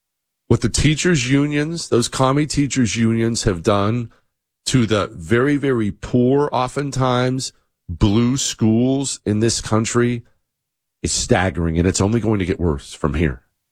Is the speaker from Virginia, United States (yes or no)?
no; Bozeman, Montana, United States; Now, I grew up in Bozeman, Montana. It was relatively crime free.